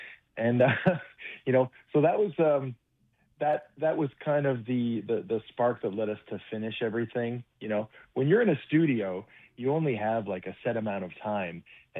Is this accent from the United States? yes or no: no; Burlington, Ontario, Canada; Well, I am in my hometown of Burlington, Ontario, getting ready to go on the road across Canada.